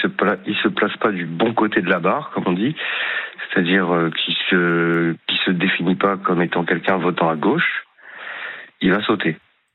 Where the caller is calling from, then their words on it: Boulogne-Billancourt, Île-de-France, France; Boulogne-Billancourt.